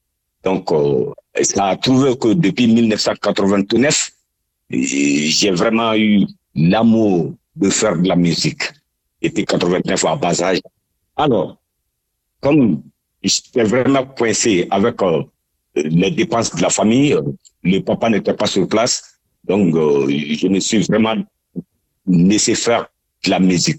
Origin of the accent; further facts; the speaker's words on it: Sikasso, Mali; now in Bamako, Mali; Alors, je suis originaire du Mali et précisément de la région de Sikasso. Et je suis né dans un cercle, le cercle s'appelle Colon Djeba.